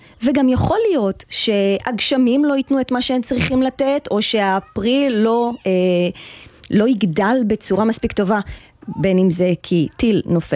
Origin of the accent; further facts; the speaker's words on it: Tel Aviv, Tel Aviv District, Israel; born there; moved away as an adult; now in Kiryat Shmona, Israel; נולדתי בתל אביב בכלל